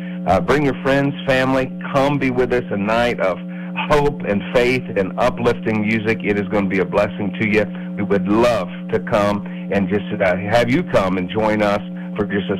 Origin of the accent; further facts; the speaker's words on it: West Virginia, United States; I'm looking forward to being back in my home state of West Virginia this weekend.